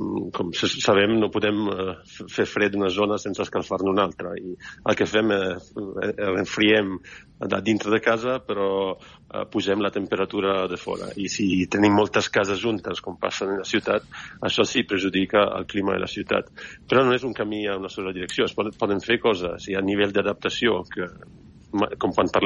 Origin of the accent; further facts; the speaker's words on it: Italy; moved away; jo soc italià